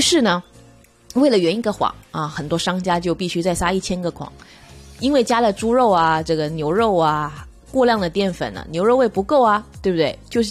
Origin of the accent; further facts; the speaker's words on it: Guangdong, China; born there; moved away; 跟小时候在广东那边吃的手打肉丸